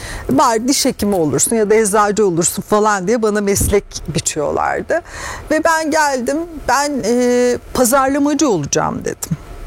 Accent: Ankara, Turkey; Ortaokulda ben Ankaralı bir Rumeli göçmeni ailede büyüdüm.

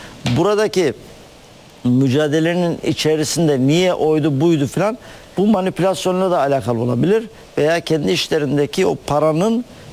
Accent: Manisa, Turkey; benim Manisalıyım

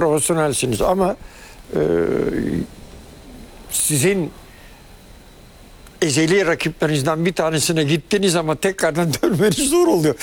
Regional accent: Germany; moved away; ben Almanya'da büyüdüm ben. Tabii. Almanya'da yetiştim yani.

